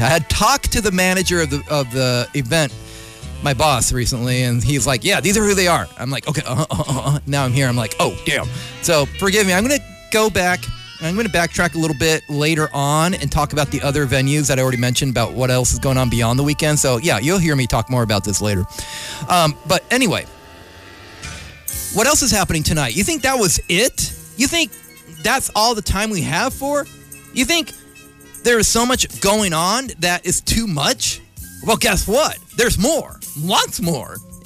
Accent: the Bay Area, California, United States; I say Contra Costa County because I'm from the Bay.

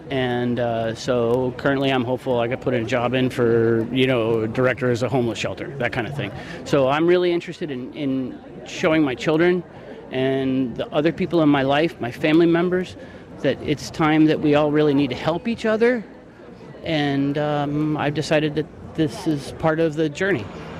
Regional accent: Martha's Vineyard, Massachusetts, United States; I'm from Martha's Vineyard, Massachusetts. I came down here starting on Friday last week

